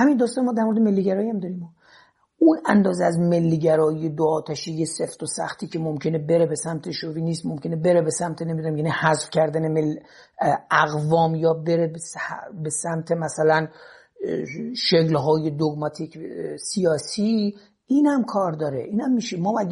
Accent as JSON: {"language": "Persian", "region": "Gilan", "country": "Iran", "said": "من به عنوان یک گیلک"}